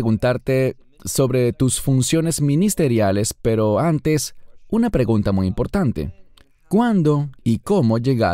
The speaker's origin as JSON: {"language": "Spanish", "town": "Sydney", "region": "New South Wales", "country": "Australia", "tie": "born or raised there", "also_born_or_lived": "Santiago, Chile", "said": "yo nací en Chile, pero principalmente fui criado aquí en Australia."}